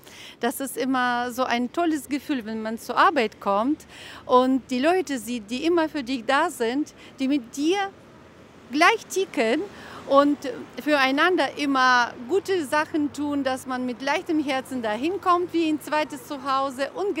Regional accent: Hamm, North Rhine-Westphalia, Germany; ich komme aus Hamm.

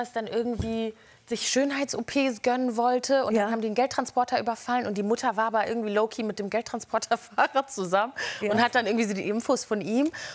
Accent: Neukirchen-Vluyn, North Rhine-Westphalia, Germany; Ich aus Neukirchen-Flühen.

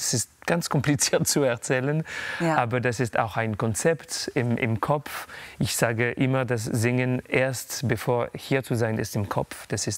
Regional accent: Paris, Île-de-France, France; born there; German is a second language; Ich bin in Paris geboren, ein paar Kilometer von der Stadt de France.

